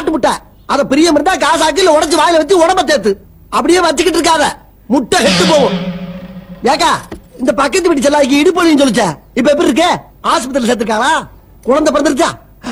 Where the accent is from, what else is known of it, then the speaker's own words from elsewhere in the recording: Kanadukathan, Tamil Nadu, India; காரக்குடி பக்கத்துல காணாடு காத்தா.